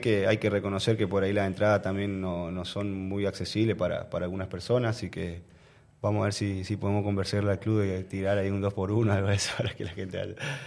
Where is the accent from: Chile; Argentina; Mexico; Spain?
Argentina; esa historia que nos pasó como argentinos.